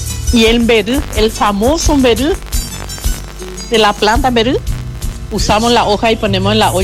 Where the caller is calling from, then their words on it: Paraguay; Soy de Maricabu. Cuando yo tenía 8 años, aprendí de mi mamá a hacer el chipá batí en la olla.